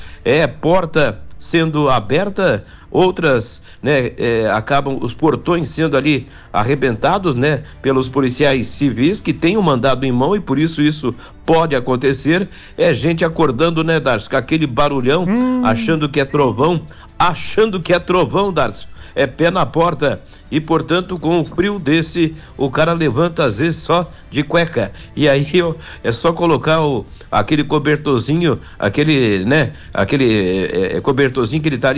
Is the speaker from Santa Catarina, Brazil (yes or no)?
yes; Lages, Santa Catarina, Brazil; now in Londrina, Brazil; Da Serra Catarinense. Do Rio Grande, não. Do Rio Grande, não. É lá de Santa Catarina. É a divisa com o Rio Grande.